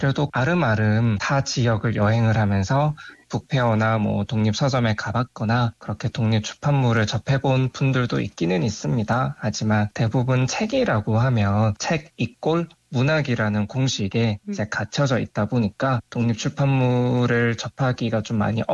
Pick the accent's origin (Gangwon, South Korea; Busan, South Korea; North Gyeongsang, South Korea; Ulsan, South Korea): Ulsan, South Korea; moved away; also born or lived in Daegu; 여기 성남동을 선택한 이유는 제가 여기 바로 인접한 동네인 B04 구역이 제 고향입니다.